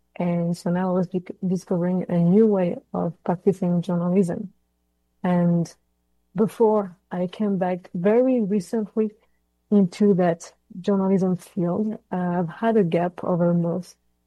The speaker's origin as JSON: {"language": "English", "region": "Normandy", "country": "France", "tie": "born or raised there", "also_born_or_lived": "Ottawa, Canada", "second_language": "English", "moved": "as an adult", "lives_now": "Canada", "said": "I come from Normandy in France, and I've been surrounded my whole childhood and adulthood by Canadian flags and Quebecois flags because I've grown up in Juno Beach, so where the Canadian Army landed."}